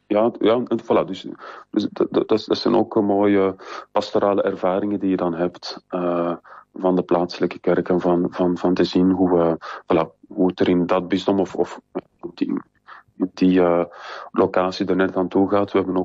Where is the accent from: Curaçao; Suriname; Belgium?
Belgium; ik weet van mezelf, ik als Belg